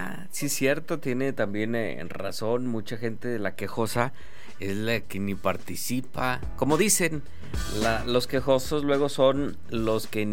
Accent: Mexico

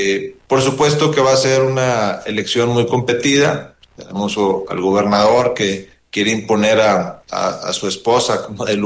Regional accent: Nuevo León, Mexico; todos los que somos de Nuevo León por nuevamente retomar el rumbo.

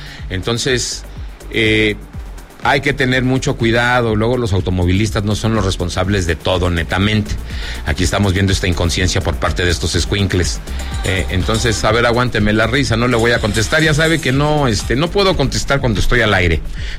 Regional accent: Zacatecas, Mexico; de mi tierra Zacatecas

